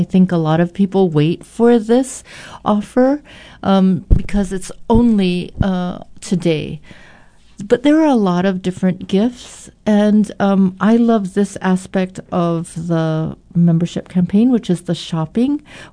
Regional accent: Pearl City, Hawaii, United States; That's right. That's my hometown.

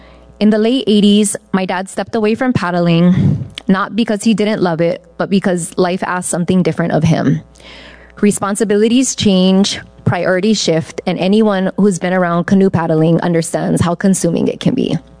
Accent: Kalapana, Hawaii, United States; from Kalapana.

